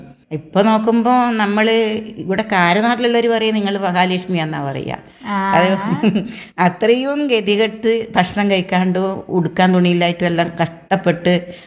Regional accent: Pandalam, Kerala, India; എന്റെ സ്വന്തം നാട് പന്തളമാണ്. നമ്മൾ പത്തനംതിട്ട ജില്ലക്കാരാ.

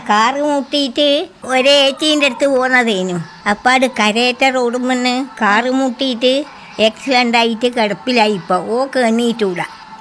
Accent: Mundorapoyil, Kerala, India; എന്റെ വീട് അങ്ങ് മുണ്ടോറപ്പൊയിൽ എന്ന് പറയും.

